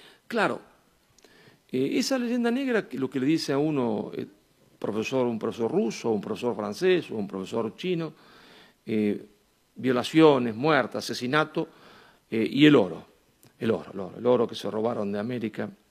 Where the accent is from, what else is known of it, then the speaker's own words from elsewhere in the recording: Argentina; cada vez que uno me presentaba como argentino